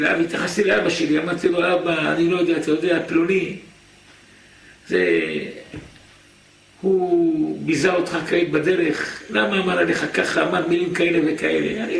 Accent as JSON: {"language": "Hebrew", "town": "Jerusalem", "region": "Jerusalem District", "country": "Israel", "tie": "born there"}